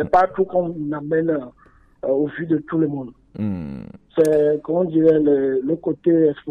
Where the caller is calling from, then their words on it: Lomé, Maritime, Togo; De Lomé, Noukafou.